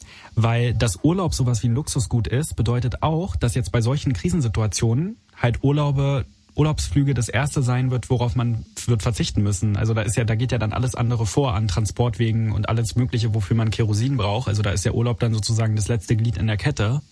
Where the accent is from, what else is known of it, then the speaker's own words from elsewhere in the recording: Berlin, Germany; ich kann es dir nur in Berlin, natürlich, ich komme ja aus Berlin, ich kenne das nur in Berlin.